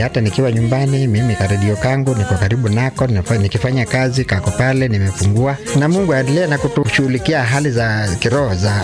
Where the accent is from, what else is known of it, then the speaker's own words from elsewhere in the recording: Kidongo, Kwale County, Kenya; Natoka Kwale County, Shimbaiz Sub County. Nyumbani kabisa ni Kidongo.